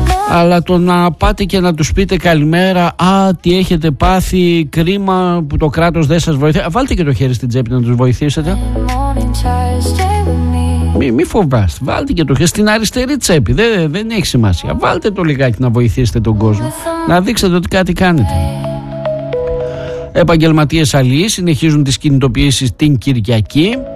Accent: Greece

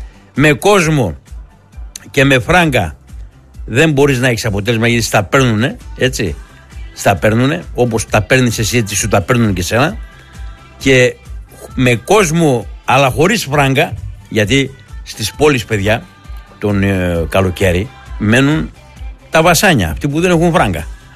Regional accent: Greece; στα ξένα είμαι Έλληνας, αυτό κρατάω.

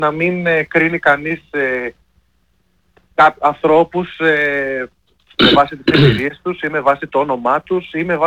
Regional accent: Kavala, Eastern Macedonia and Thrace, Greece

